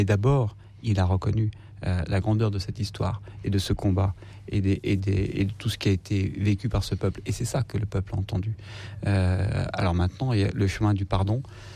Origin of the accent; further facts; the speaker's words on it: Algeria; C'est un mot qui n'a pas le même sens ici et là-bas, ou là-bas, ou ici chez nous en Algérie et en Europe et en France.